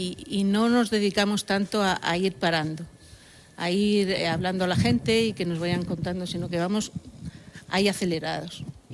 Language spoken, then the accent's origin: Spanish; Madrid, Community of Madrid, Spain; accent: mix of Madrid and Pulpí accents; Yo es que soy de Madrid, pero en Madrid me dicen que tengo acento pulpileño y aquí me dicen que tengo acento madrileño, entonces estoy entre dos aguas. Tengo una mezcla de acentos que, bueno, pues ya es mi acento.